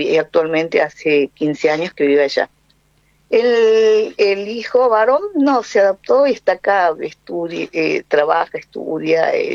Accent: Jujuy, Argentina; que soy propia porque yo, aparte de soy argentina, soy jujeña, soy bien norteña, bien norteña.

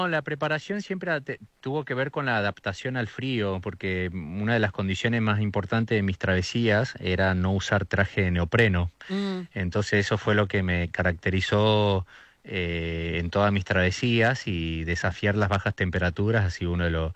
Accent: Argentina

